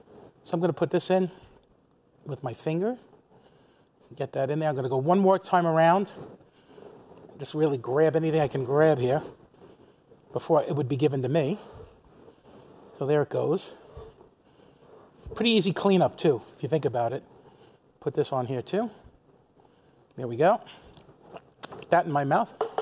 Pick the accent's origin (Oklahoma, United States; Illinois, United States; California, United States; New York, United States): New York, United States; West Babylon; And the community where I grew up in West Babylon was really a very Catholic community.